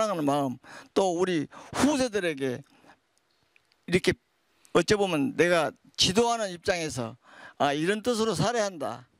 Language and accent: Korean; Damyang, South Jeolla, South Korea; 저는 전남 담양이 고향이거든요.